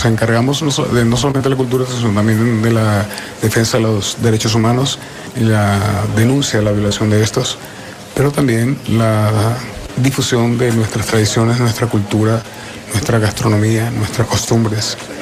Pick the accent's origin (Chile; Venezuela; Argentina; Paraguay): Venezuela; now in Zaragoza, Spain; Yo particularmente tengo 21 años acá. Ya soy maño.